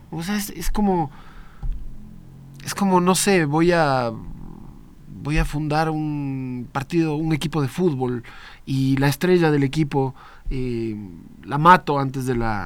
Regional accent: Ecuador; esa sensación de ecuatorianidad, ese orgullo patrio

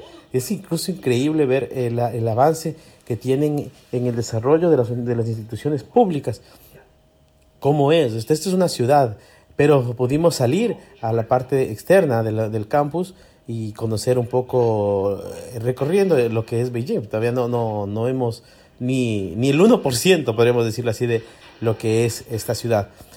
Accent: Ecuador; soy el único yaminguito que estoy por acá, soy el único ecuatoriano

